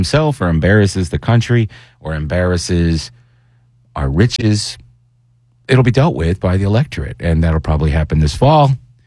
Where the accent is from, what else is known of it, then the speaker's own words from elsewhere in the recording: United States; born there; I have nothing to do with the fact that I'm an American other than I was born here.